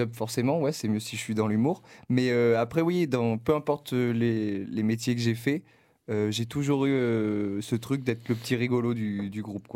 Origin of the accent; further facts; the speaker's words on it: La Seyne-sur-Mer, Provence-Alpes-Côte d'Azur, France; moved away as an adult; also born or lived in Sanary-sur-Mer / Toulon; now in Paris, France; C'est un bon début, je pense. Je suis originaire du sud-est, du Var. Alors, pour préciser, je suis né à La Seyne-sur-Mer. Mais j'ai grandi entre Sanary, La Seyne et Toulon, voilà. Mmh. Et maintenant, j'habite Paris